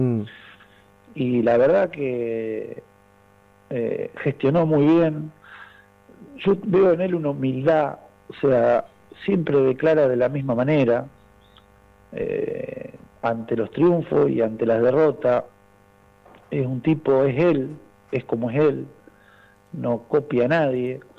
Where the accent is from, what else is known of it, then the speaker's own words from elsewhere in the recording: Argentina; somos todos diferentes, los argentinos